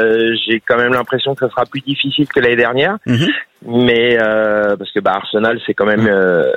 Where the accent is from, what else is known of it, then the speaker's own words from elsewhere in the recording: Paris, Île-de-France, France; born there; moved away as an adult; now in Bouches-du-Rhône, France; depuis l'âge de mes 6 ans, je suis né à Paris et je vais au Parc des Princes. Oui, la première fois, j'avais 6 ans. Et maintenant, j'en ai 53